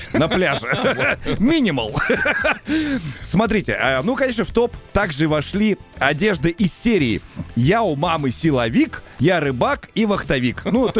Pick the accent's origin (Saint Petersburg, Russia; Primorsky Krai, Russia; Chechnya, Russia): Saint Petersburg, Russia; я из Петербурга.